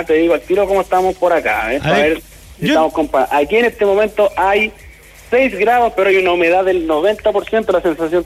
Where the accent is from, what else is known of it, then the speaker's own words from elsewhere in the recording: Concepción, Biobío, Chile; Los que somos penquistas, mi viejo, los que somos penquistas estamos acostumbrados de que acá, lamentablemente, es tropicón